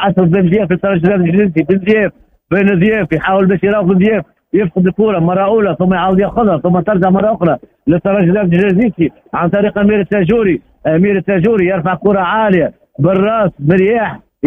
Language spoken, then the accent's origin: Arabic; Tunisia